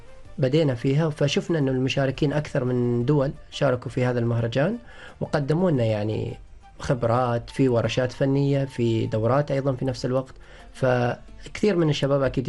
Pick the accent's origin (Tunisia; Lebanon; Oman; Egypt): Oman; كوننا إحنا شباب عمانيين أساسا،